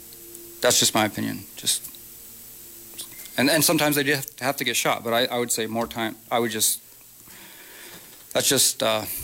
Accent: Kodiak, Alaska, United States; born or raised there

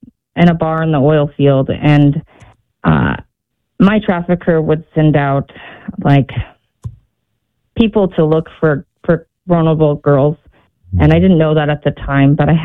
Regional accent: Newport, Oregon, United States; my world growing up, I grew up on the Oregon coast, Newport, right on the water.

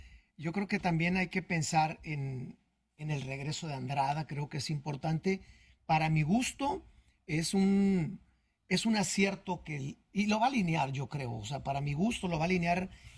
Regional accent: Mexico; Yo estuve pero es un sentimiento como mexicano.

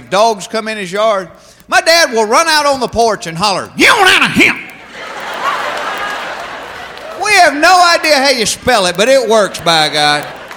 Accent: Georgia, United States; now in California, United States; I'm from Georgia originally, but I live in California now. And people out there, they always make fun of the way I talk.

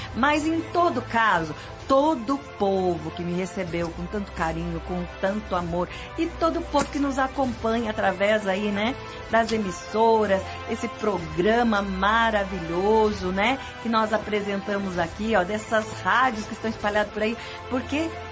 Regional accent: Santo Antônio da Platina, Paraná, Brazil; moved away; que eu sou paranaense, pra quem não sabe, viu? Eu sou lá de Santo Antônio da Pratina, é assim que a gente fala lá.

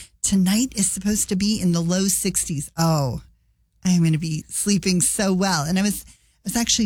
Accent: Colorado, United States; summers when I was growing up in Colorado, 2-3 o'clock in the afternoon, everything would cloud over

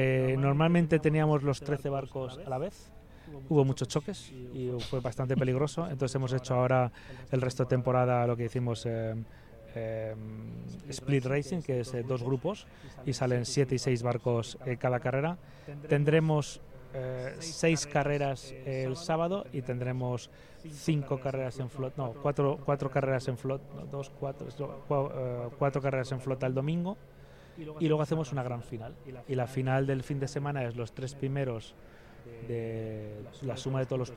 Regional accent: Aragon, Spain; now in Valencian Community, Spain; la Comunidad Valenciana, que ya sabes que vivo aquí y soy un poco, aunque no soy de aquí, soy maño, pero ya llevo más años aquí que en mi tierra.

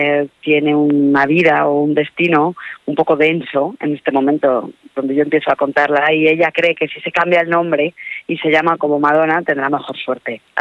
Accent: Huesca, Aragon, Spain; Mi familia tenía una fonda en medio del monte, yo vengo de Wisconsin, de Huesca, y hablo de mi tierra, de los ríos, de las cerezas que comí, de los cielos que vi en el verano

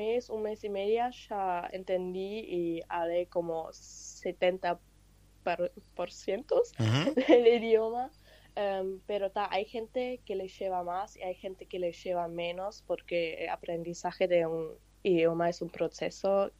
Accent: Germany; Spanish is a second language; also born or lived in Czech Republic; now in Uruguay; Sí, alemana y checa.

